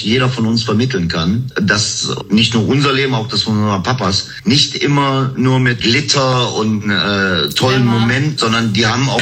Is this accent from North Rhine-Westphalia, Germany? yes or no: yes; Cologne, North Rhine-Westphalia, Germany; born there; moved away; Bin in einer Zwei-Zimmer-Wohnung in Köln groß geworden am Anfang, die ersten Jahre